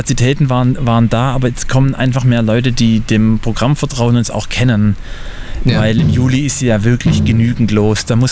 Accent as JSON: {"language": "German", "town": "Esslingen", "region": "Baden-Württemberg", "country": "Germany", "moved": "yes", "lives_now": "Crailsheim, Germany", "said": "ich selber komme aus der Nähe von Stuttgart, ich komme aus Esslingen und bin hier zugezogen"}